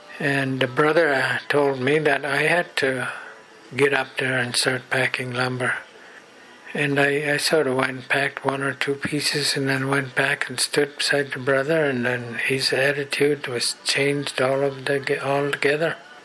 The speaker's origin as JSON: {"language": "English", "town": "Williams Lake", "region": "British Columbia", "country": "Canada", "tie": "born or raised there", "said": "I am from the Williams Lake Indian Band, situated 10 kilometers east of Williams Lake in central British Columbia. We are a Shuswap tribe of the Shuswap Nation, Sihuapmuk."}